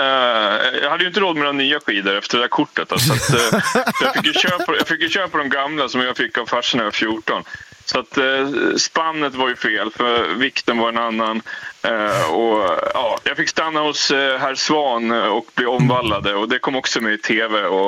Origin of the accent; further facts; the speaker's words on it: Norrland, Sweden; now in Gothenburg, Sweden; jag kommer upp från Norrland. Så att jag är född på skidor.